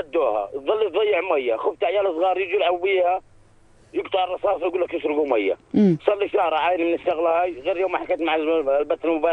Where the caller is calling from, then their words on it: Khraibet al-Souq, Amman Governorate, Jordan; أنا من خريبة السوق.